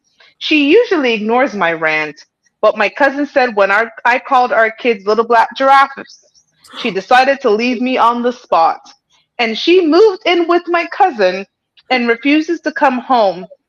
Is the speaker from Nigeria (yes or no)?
no; Canada; now in Toronto, Canada; we are from Canada.